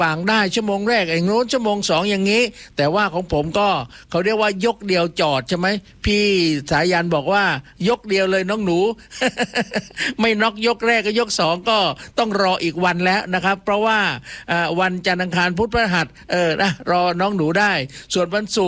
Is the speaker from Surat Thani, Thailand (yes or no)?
yes; Ko Samui, Surat Thani, Thailand; born there; เพราะผมเป็นคนสมุยโดยกำเนิดนะครับ